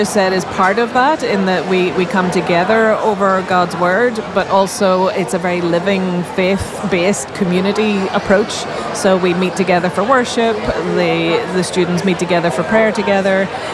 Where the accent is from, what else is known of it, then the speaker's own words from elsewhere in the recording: Northern Ireland, United Kingdom; I grew up in a Christian home, and going to church was just a regular thing.